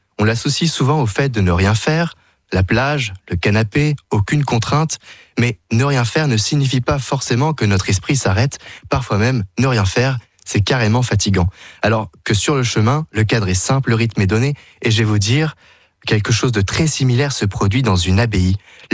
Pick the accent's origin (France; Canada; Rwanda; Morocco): France; nous avons chez nous en France